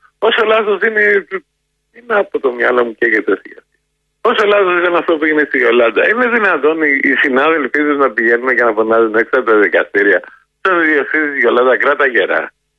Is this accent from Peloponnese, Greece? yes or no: no; Kokkinia, Attica, Greece; born there; Εγώ γεννήθηκα στην Κοκκινιά από εργάτε.